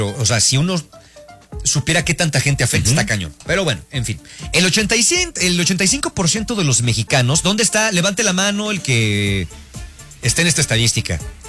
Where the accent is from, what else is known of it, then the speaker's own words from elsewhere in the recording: Mexico; hoy tenemos una que, híjole, en México somos... somos.